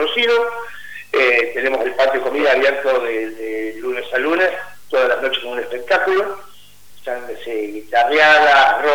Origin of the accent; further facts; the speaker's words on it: Buenos Aires, Argentina; yo soy de la Pichela, ¿no? Venir hace 50 años a Bolívar de la Rural, veníamos a tomar helado, porque en la Pichela no había, en septiembre, y a comer tortas fritas.